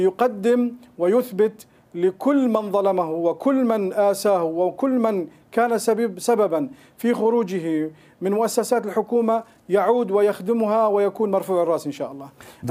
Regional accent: Aleppo, Aleppo Governorate, Syria; moved away; أنا من مدينة حلب، أزور مدينتي كل أسبوع

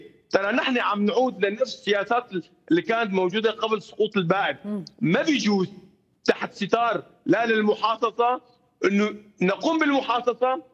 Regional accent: Al-Hasakah Governorate, Syria; لما بدك تمثلني بدك تدافع عني كمواطن سوري، همومي هذه المحافظة من تنمية وتعليم ومساواة وحقا أن يكونوا جزء من إدارة البلاد، وأدافع عني ككردي أيضا

